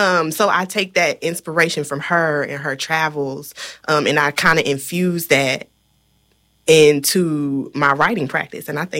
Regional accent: Kentucky, United States; I mean, I'm Black from Kentucky. I don't need to go to other places to experience who I am.

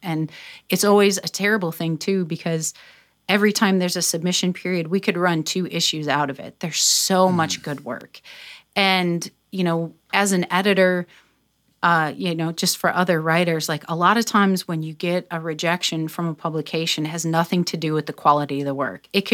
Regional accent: Toledo, Ohio, United States; moved away; I'm from Toledo, and we don't use that word.

